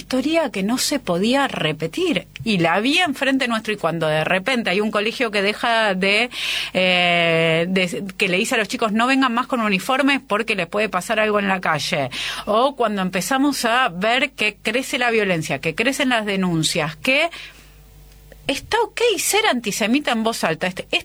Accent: Argentina; Nosotros, como argentinos

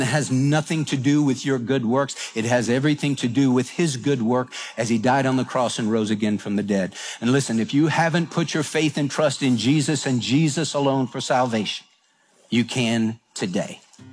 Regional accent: Houston, Texas, United States; We came from Houston. We weren't used to that. Houston wasn't like that.

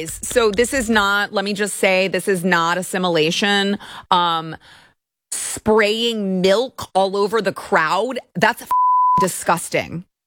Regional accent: Texas, United States; No, they're not. And I just can't tolerate this anymore. No, they're not. I was born and raised here my whole life. I've been here my whole life.

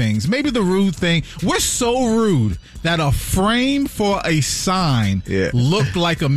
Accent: Boston, Massachusetts, United States; As a Bostonian through and through, shout outs to Grove Hall, Dorchester, Roxbury, Mattapan, High Park, JP

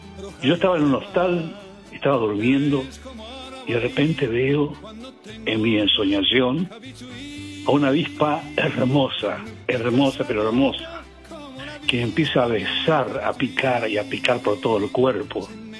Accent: Formosa, Argentina; first language Guarani; Cabichuí en guaraní es el idioma de mis padres, en Paraguay, ellos nacieron en el Paraguay. Mi primer idioma fue el guaraní, por supuesto, en Formosa, mi tierra natal.

